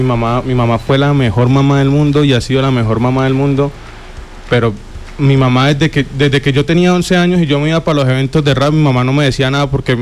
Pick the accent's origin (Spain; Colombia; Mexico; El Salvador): Colombia; Cúcuta, Norte de Santander; now in Bogotá, Colombia; yo salí de Cúcuta para Bogotá a buscar oportunidades, y cuando llegué a Bogotá